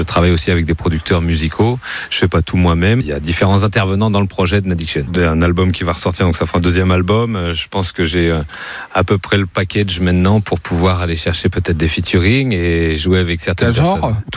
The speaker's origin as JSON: {"language": "French", "region": "Auvergne-Rhône-Alpes", "country": "France", "moved": "yes", "said": "je viens de là un petit peu, je viens des Alpes, donc du coup on va dire enfin, de la région Rhône-Alpes"}